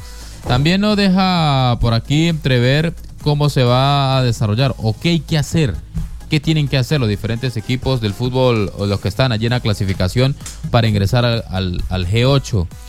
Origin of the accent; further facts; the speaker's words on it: Venezuela; now in Argentina; Soy venezolano y vivo en Argentina.